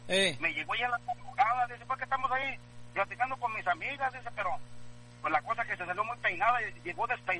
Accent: Mexico; born there; moved away; nací en México

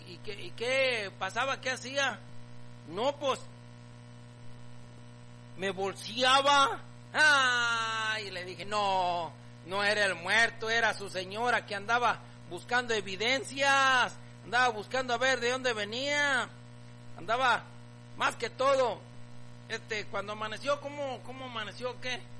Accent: Poncitlán, Jalisco, Mexico; Yo soy de Poncitlán. No, ¿cuál Poncitlán? Es allá de la Piedra Grande, de allá de las Peñitas.

